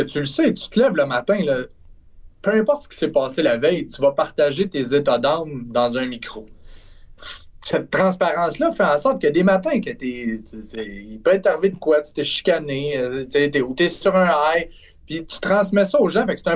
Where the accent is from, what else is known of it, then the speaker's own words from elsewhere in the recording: Trois-Rivières, Quebec, Canada; je viens de Trois-Rivières. Je suis directement dans le milieu.